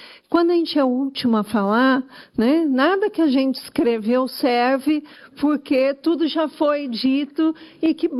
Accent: Marília, São Paulo, Brazil; Sou da região de Marília, distante da capital

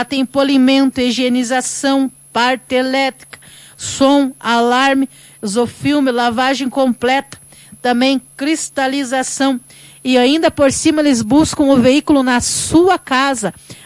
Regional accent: Rio Azul, Paraná, Brazil; moved away; o povo de Rio Azul, que muitas das vezes me acompanha, que Deus venha abençoar a vida de cada um de vocês, a minha cidade natal

